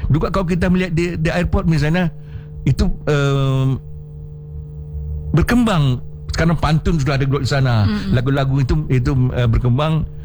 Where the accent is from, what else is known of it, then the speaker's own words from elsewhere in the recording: Pekanbaru, Riau, Indonesia; Saya katakan, kalau kami Melayu di Pekanbaru, jangankan sesuatu yang membahagiakan, kami beli motor kami tepung tawar gitu.